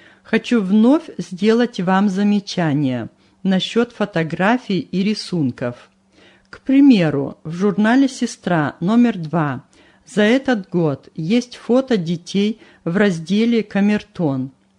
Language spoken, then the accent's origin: Russian; Russia; Обе страны дороги моему сердцу. В России я вырос, а на Украине, в Херсоне, служил в армии.